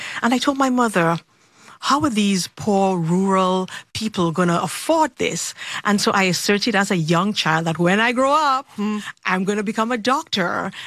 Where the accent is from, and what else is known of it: Dominica; born or raised there